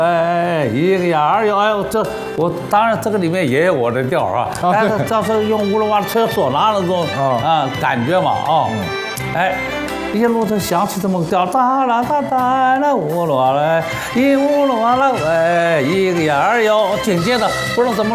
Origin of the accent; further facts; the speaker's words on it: Shanxi, China; moved away as an adult; now in Beijing, China; 我是个山西人啊，就是当兵的出身啊，在当兵当了十多年兵嘛。66年随部队调到北京来，北京卫戍区啊。79年正式转业的